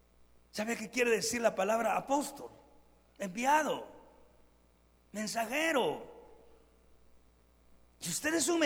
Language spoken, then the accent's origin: Spanish; Guatemala; nuestra linda Guatemala